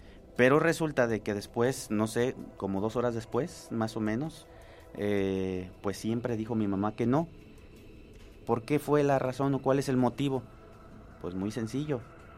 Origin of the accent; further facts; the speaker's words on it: Mexico; Somos mexicanos